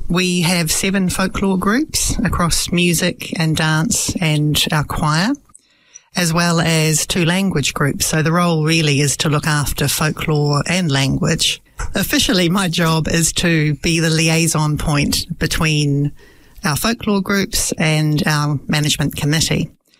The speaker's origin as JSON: {"language": "English", "country": "New Zealand", "tie": "born there", "said": "I was born in New Zealand. In fact, Mum was also born in New Zealand. Her parents both came from Dalmatia, from the town of Podgora."}